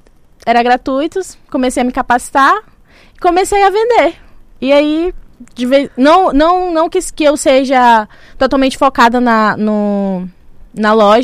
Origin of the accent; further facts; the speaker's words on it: Boa Vista, Roraima, Brazil; born there; also born or lived in Serra da Moça; eu sou daqui de Boa Vista mesmo, mas eu morei muito tempo. Sou em Macuxi, sim, sou Macuxi.